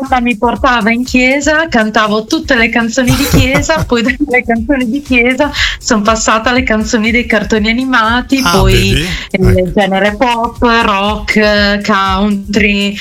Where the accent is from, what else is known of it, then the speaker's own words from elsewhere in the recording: Castellarano, Emilia-Romagna, Italy; Io sono di Castellarano, provincia di Reggio Emilia.